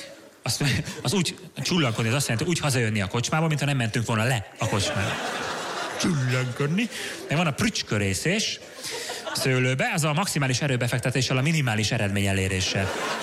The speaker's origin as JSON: {"language": "Hungarian", "country": "Hungary", "said": "Ez a magyar népi sport, ebben nőttünk fel."}